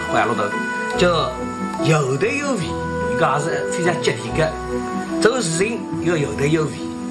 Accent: Wuxi, Jiangsu, China; 我们无锡人

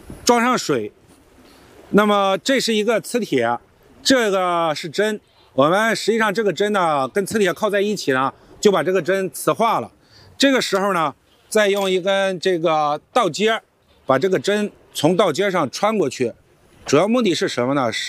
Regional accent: China; 我们中国人

